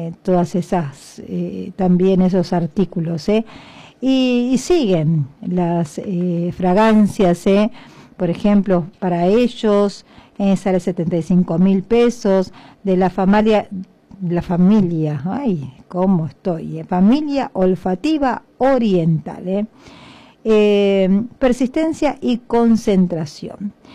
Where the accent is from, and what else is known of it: Argentina